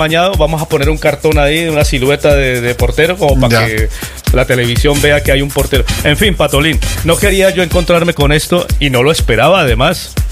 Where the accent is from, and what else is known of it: Colombia